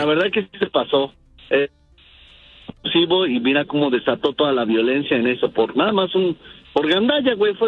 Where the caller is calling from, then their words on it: Phoenix, Arizona, United States; Aquí de Phoenix, Arizona.